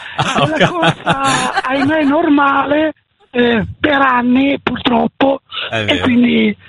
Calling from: Cornaredo, Lombardy, Italy; sto rientrando a casa dopo il lavoro, zona Cornaredo

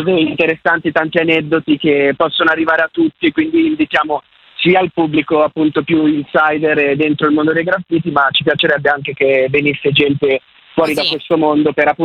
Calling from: Rozzano, Lombardy, Italy; sto chiamando da Rozzano ora.

